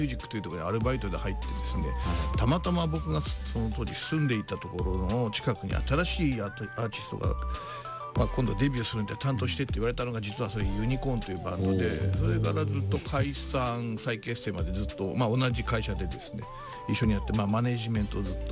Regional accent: Tokyo, Japan; 僕東京なんですよ。

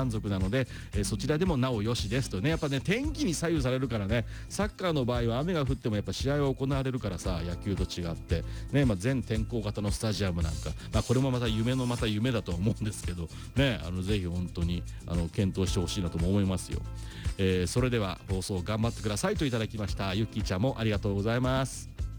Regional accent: Tochigi, Japan; 栃木出身ですけど、

